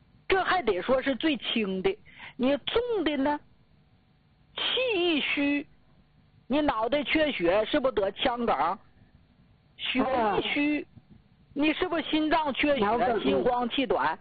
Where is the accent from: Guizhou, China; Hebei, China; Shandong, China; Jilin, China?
Jilin, China; moved away; 咱们吉林老家